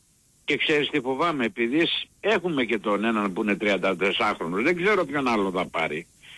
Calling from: Heraklion, Crete, Greece; από Ηράκλειο.

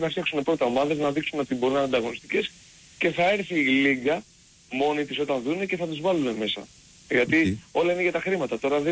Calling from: Argyroupoli, Attica, Greece; είμαι από Αργυρόπολη.

